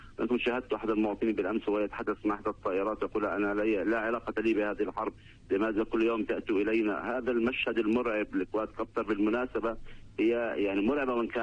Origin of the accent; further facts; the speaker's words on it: Gaza Strip, Palestine; سؤالي كفلسطيني وكمواطن فلسطيني